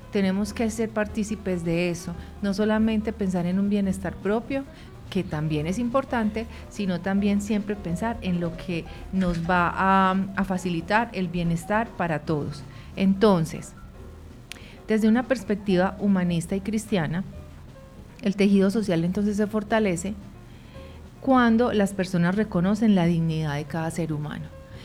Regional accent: Colombia; nosotros como colombianos y como habitantes de esta hermosa tierra

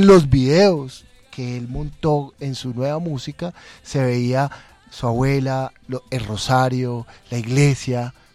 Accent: Colombia; Yo me identifico siendo católico, como me identifico siendo colombiano. Cuando yo voy al exterior, ¿tú de dónde eres? Pues yo soy colombiano.

